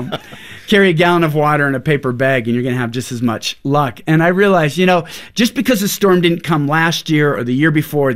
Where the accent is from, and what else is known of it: Pacific Northwest, United States